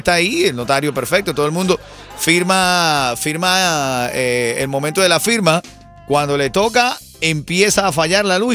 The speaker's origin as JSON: {"language": "Spanish", "country": "Venezuela", "moved": "yes", "said": "Esto es una boda en mi país, en Venezuela."}